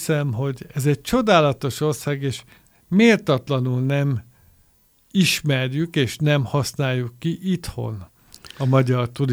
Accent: Hungary; az onnan jövő újságíró nem értettem, hogy mit szeretne tőlem, magyar embertől

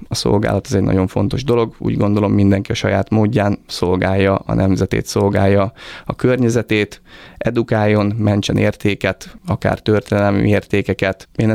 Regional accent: Zánka, Veszprém County, Hungary; csak én Zánkán nőttem föl, ami egy nagyon pozitív dolog az életemben egyébként. Egy nagyon, nagyon gyönyörű gyerekkort köszönhetek Zánkának és a Balatonfelvidéknek, de 83-ban, amikor én születtem

